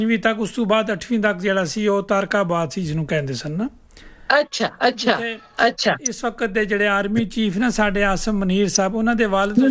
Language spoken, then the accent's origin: Punjabi; Rawalpindi, Punjab, Pakistan; also born or lived in Gulyana, Gujar Khan; ਮੈਂ ਪਿੰਡੀ 'ਚ ਪੈਦਾ ਹੋਇਆ, ਪਿੰਡੀ ਮੇਰਾ ਸ਼ਹਿਰ ਹੈ, ਵੈਸੇ ਮੇਰਾ ਗਾਉਂ ਗੁਲਿਆਣਾ, ਗੁਲਿਆਣੇ ਦਾ ਮੈਂ ਰਹਿਣ ਵਾਲਾ